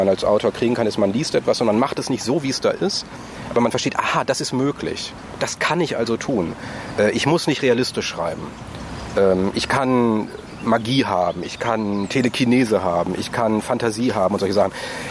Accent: Beckum, North Rhine-Westphalia, Germany; Also Bechkam, wo ich herkomme, ist ja so ein bisschen zwischen Ruhrgebiet und Münsterland irgendwie.

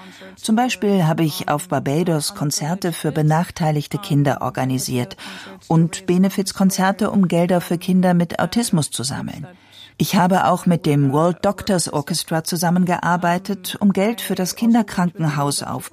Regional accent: Trinidad & Tobago; moved away; Nach Trinidad komme ich nicht so häufig, aber ich vermisse meine Heimat sehr.

